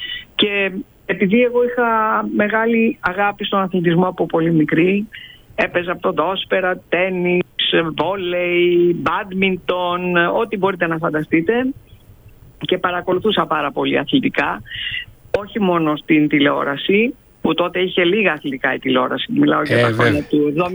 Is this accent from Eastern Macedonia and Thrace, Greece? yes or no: yes; Kavala, Eastern Macedonia and Thrace, Greece; moved away as an adult; now in Athens, Greece; μακριά από τον τόπο μου, από το σπίτι μου στην Αθήνα, κατεβαίνοντας από την Καβάλα.